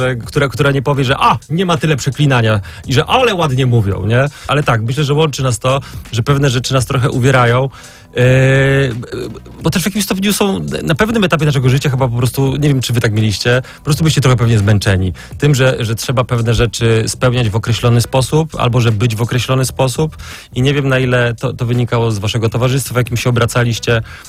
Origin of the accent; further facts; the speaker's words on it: Wałbrzych, Lower Silesian Voivodeship, Poland; No czy teraz jestem, bo jestem z Wałbrzycha w ogóle, jestem bardzo z mniejszego miasta.